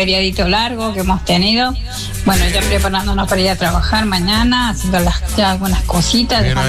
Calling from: Villa Dolores, Córdoba, Argentina; buenas noches, ¿cómo estás? … de Villa Dolores.

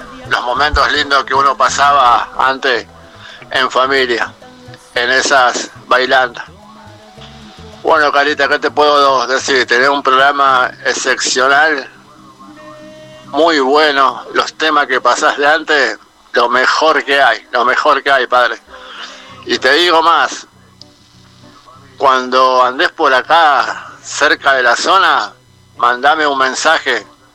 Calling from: Puerto Gaboto, Santa Fe, Argentina; Hola, buenas noches … de Puerto Gaboto.

